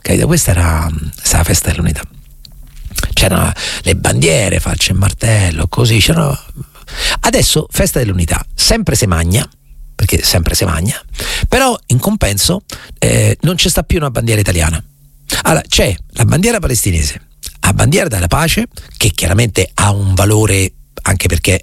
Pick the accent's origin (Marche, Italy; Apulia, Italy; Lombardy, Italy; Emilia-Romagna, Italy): Marche, Italy; Recanati; io sono cresciuto nelle Marche e a Recanati, dove non c'era nulla